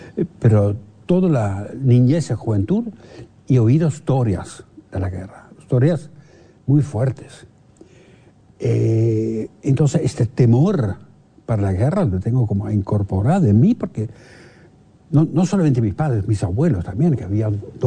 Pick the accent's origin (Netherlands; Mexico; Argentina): Netherlands; Yo creo que me siento aún holandés en todo sentido, pero entiendo perfectamente todo lo que pasa acá.